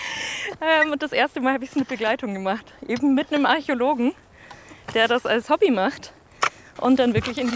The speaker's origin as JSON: {"language": "German", "town": "Fichtach", "country": "Germany", "tie": "born or raised there", "said": "Das kommt aus meinem Heimatort und ist tatsächlich Erde aus Fichtach."}